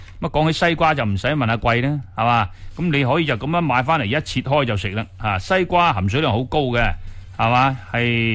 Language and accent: Cantonese; Guangdong, China